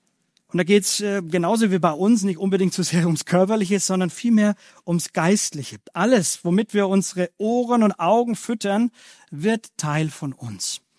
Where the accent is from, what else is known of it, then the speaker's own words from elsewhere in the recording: Bavaria, Germany; Bei mir, ich komme so aus dem Bayerischen, Fränkischen, habe ich ja schon gesagt